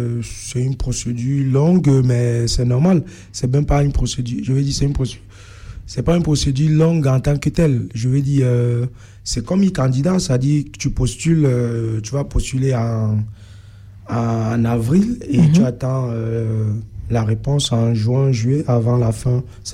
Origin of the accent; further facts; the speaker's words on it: Cameroon; moved away as an adult; now in France; mon pays d'origine au Cameroun.